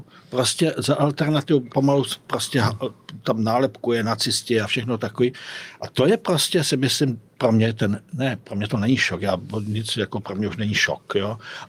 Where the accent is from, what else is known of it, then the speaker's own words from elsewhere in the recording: Prostějov, Olomouc Region, Czechia; Já jsem taky z Prostějova.